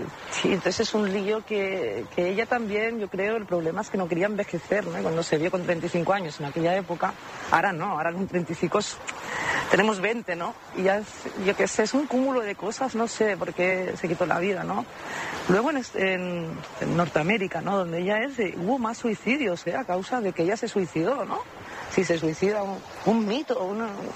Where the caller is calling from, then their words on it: Sitges, Catalonia, Spain; Hola, buenas noches, fareros, fareras. … de Sitges.